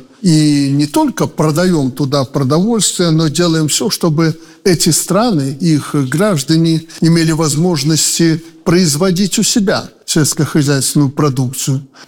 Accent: Belarus; мы, белорусы

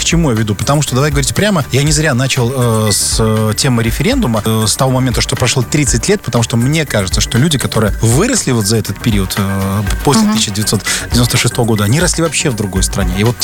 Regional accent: Belarus; мы сами белорусы

